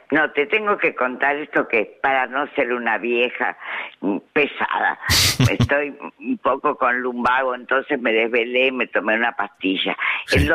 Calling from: San Isidro, Buenos Aires Province, Argentina; de San Isidro.

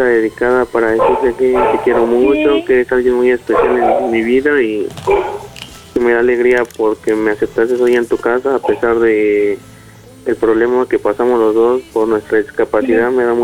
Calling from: Chimalhuacán, State of Mexico, Mexico; De aquí, de Chimalhuacán.

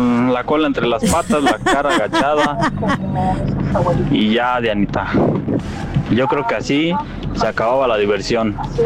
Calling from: Tecámac, State of Mexico, Mexico; de los Héroes de Camac.

